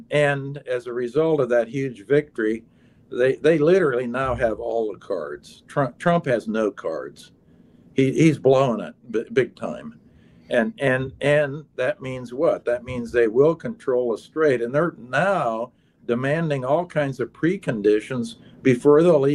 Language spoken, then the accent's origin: English; Iowa, United States; moved away; the Midwest where I grew up in Iowa